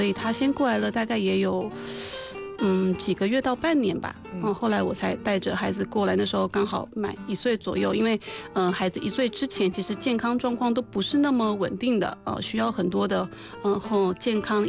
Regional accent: Taiwan; moved away as an adult; now in Hefei, China; 所以在我的可能人生前30年，我的家人都跟我在台湾，所以台湾这个地方，我的老家是我的家。

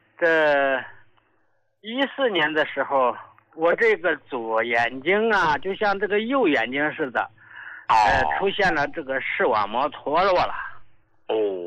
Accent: Northeast China, China; now in Xiamen, China; 你看我老家呢是东北的，由于这个工作的原因，后来呢来到了这个厦门定居了。

